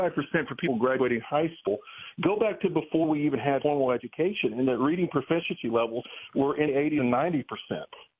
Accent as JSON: {"language": "English", "region": "Tennessee", "country": "United States", "said": "I'm from Tennessee"}